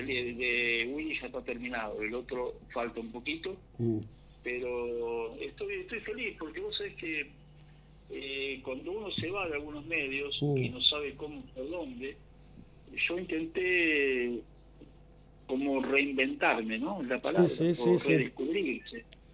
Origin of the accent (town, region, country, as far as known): Temperley, Buenos Aires Province, Argentina